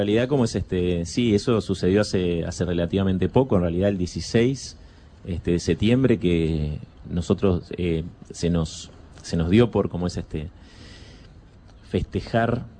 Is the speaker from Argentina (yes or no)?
yes; Salta, Argentina; Digo, yo aclaro que soy salteño porque soy bastante...